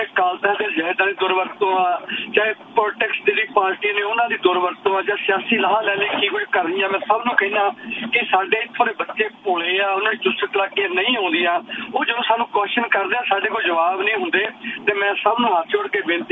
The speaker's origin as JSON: {"language": "Punjabi", "region": "Punjab", "country": "India", "said": "ਮੈਂ ਵੀ ਪੰਜਾਬੀ ਹਾਂ, ਮੈਂ ਪੰਜਾਬੀ ਬਾਰੇ ਗੱਲ ਕਰਨਾ।"}